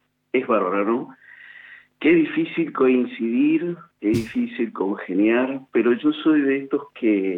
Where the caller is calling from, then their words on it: Mendoza, Argentina; soy … de Mendoza.